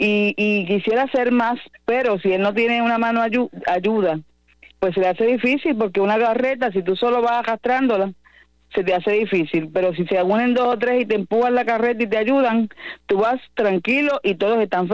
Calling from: San Germán, Puerto Rico; yo soy de San Germán y vivo orgulloso. Y vivo orgullosa

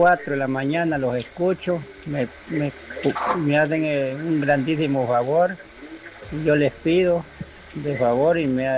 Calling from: San Pablo de Turrubares, San José, Costa Rica; Los escucho aquí en la Delicia de San Pablo de Turubare.

